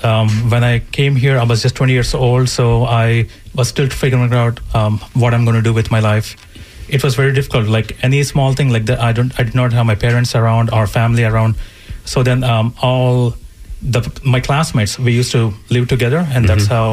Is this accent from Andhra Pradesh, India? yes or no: yes; Vijayawada, Andhra Pradesh, India; now in Brockton, United States; So I grew up in India, Vijayawada, and I went to school over there growing up.